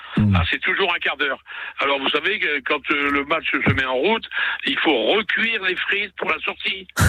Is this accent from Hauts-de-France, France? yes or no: yes; Neuville-Saint-Vaast, Hauts-de-France, France; born there; moi je suis né entre Lens et Arras, je suis né à Neuville-Saint-Maur.